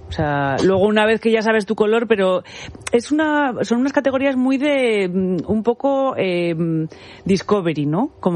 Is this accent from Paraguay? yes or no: no; Zaragoza, Aragon, Spain; yo recuerdo, yo que soy de Zaragoza, había una tienda que solo hacían